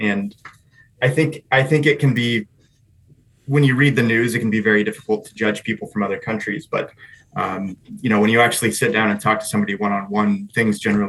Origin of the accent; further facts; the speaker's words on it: Oregon, United States; moved away; I've lived and worked in a lot of different places. And, you know, I grew up in Oregon. Oregon is my home.